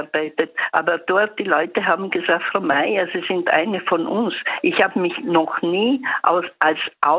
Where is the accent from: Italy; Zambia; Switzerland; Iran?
Italy; now in Vienna, Austria; Also ich wollte nur sagen, dass Sie wissen schon, ich bin Italienerin und ich bin schon lange in Wien